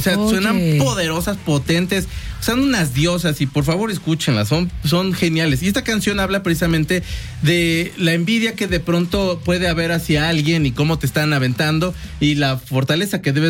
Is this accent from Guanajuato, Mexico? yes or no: yes; León, Guanajuato, Mexico; Hay un grupo que es de León, somos de León, también se los he traído porque son de León.